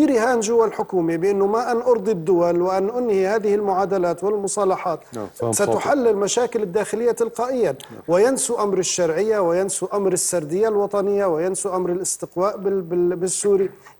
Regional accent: Syria; أنا شخصيا كسوري

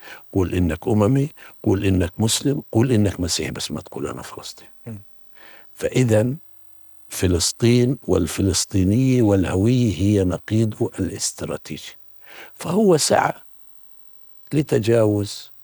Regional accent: Palestine; إحنا كفلسطينيين ما بتقدر أنت تعزلنا عن التاريخ.

